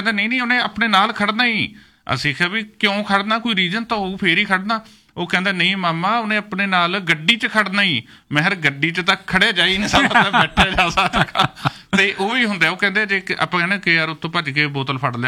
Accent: Barnala, Punjab, India; ਕਿਉਂਕਿ ਮੈਂ ਬਰਨਾਲੇ ਤੋਂ ਬਿਲੋਂਗ ਕਰਦਾ, ਮਾਲਵੇ ਤੋਂ ਬਿਲੋਂਗ ਕਰਦਾ

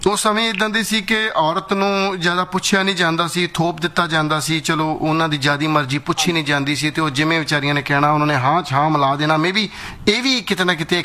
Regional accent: Faridkot, Punjab, India; ਪਰ ਮੈਂ ਵੀ ਫਰੀਦਕੋਟ ਤੋਂ ਹੀ ਆ, ਸਾਡੇ ਤਾਂ ਸਾਰੇ ਟੱਬਰ ਦੇ ਚੇਂਜ। ਜੀ ਅਸੀਂ ਵੀ ਬਸ ਇੱਥੇ ਗੋਲੇ ਗੋਲੇ ਵਾਲਾ, ਬਸ ਨਿੱਕੇ ਨਿੱਕੇ ਪਿੰਡਾਂ

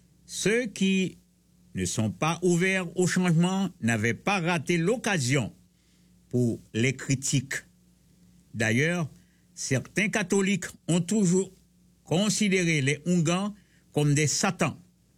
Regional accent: Haiti; Chez nous, en Haïti

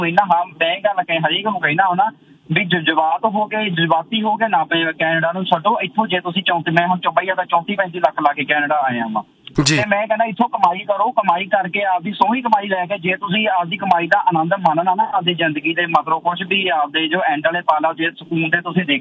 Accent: Punjab, India; now in Canada

